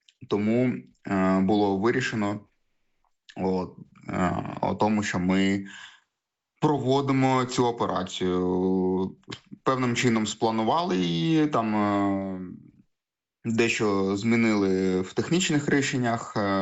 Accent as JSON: {"language": "Ukrainian", "town": "Luhansk", "region": "Luhansk Oblast", "country": "Ukraine", "tie": "born or raised there", "moved": "as an adult", "said": "Не те, що я з Луганської області, я особисто з міста Луганськ."}